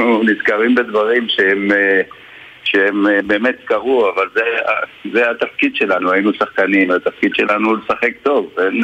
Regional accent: Tel Aviv, Tel Aviv District, Israel; born there; also born or lived in Petah Tikva; הייתי בן 10, ונסעתי לאימון הראשון במכבי תל אביב, כשהייתי בן 10, מרחוב ויצמן 13, לשם עברנו מפתח תקווה

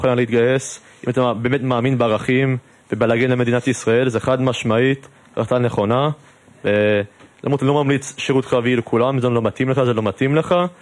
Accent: Toronto, Ontario, Canada; Hebrew is a second language; now in Israel; זה מצחיק, בטורונטו מרגיש ישראלי, ופה אני מרגיש אמריקאי, אז יש שתי זהות, זה מוזר.

